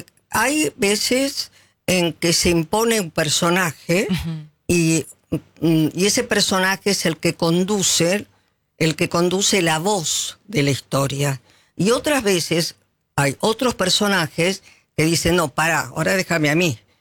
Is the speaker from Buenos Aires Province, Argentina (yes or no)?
yes; Martínez, Buenos Aires Province, Argentina; Esta señora, que es de Martínez, yo soy de Martínez